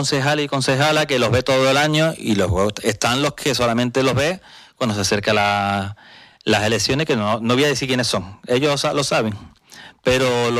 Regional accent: Andalusia, Spain; now in Canary Islands, Spain; soy andaluz y somos muy supersticiosos.

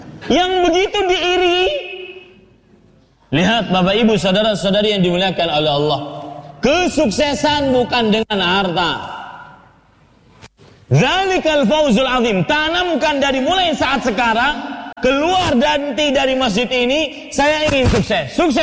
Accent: Banjarmasin, South Kalimantan, Indonesia; di kota saya di Banjarmasin

